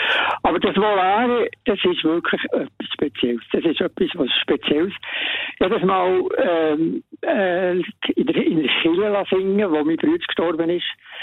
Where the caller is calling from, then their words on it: Bern, Switzerland; Ich bin Berner